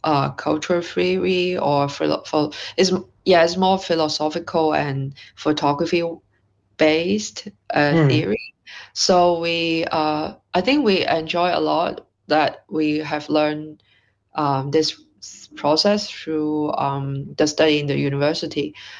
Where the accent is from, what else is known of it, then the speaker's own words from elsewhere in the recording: Hong Kong; I'm from Hong Kong. I am currently in London. But for one year. But I usually based in Hong Kong.